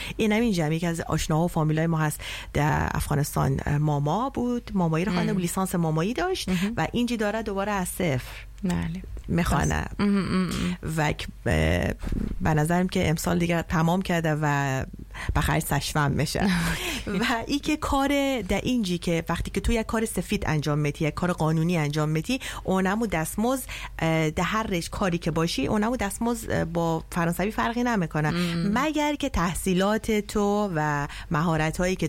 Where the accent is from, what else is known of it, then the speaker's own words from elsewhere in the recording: Iran; now in France; درست است که مثلا من اصالتا افغان هستم، در ایران در دنیا آمدم بزرگ شدم، یعنی دو تا فرهنگ با هم یدک کشیده همزمان، بعد آمدیم اینجا با فرهنگ فرانسه.